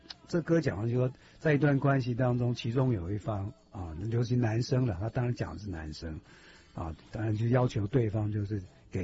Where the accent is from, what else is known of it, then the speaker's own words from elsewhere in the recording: China; 就像我们中国人就不太善于表达爱意，